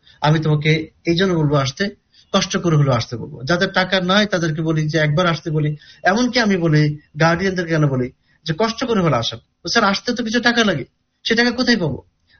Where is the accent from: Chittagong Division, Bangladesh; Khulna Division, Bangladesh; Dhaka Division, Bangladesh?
Khulna Division, Bangladesh; Kushtia; আমার বাড়ি যেমন কুষ্টিয়া